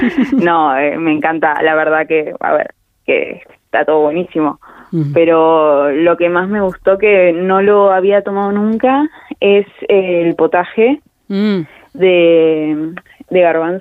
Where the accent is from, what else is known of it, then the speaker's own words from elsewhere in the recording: Argentina; Si bien yo soy argentina, mi familia toda de España, y ella es manchega y mi papá también era manchego